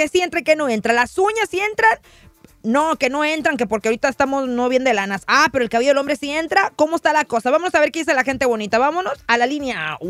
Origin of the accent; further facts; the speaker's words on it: Mexico; Aquí sí somos mexicanos.